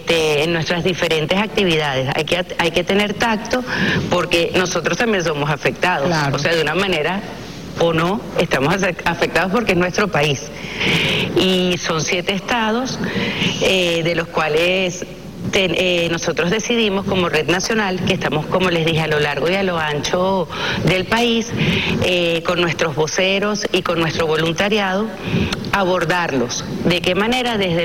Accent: Venezuela; que nos ocurrió como venezolanos, nos ha abatido a todos

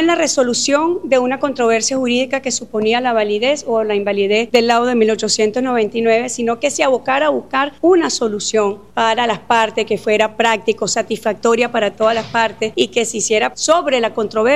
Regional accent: Venezuela; el profundo orgullo que siento como venezolana

